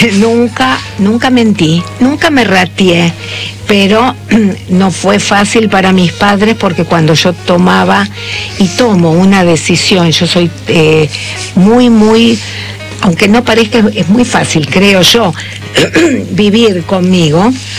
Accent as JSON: {"language": "Spanish", "country": "Argentina", "said": "Siempre me interesó mucho unir mis identidades argentina y judía."}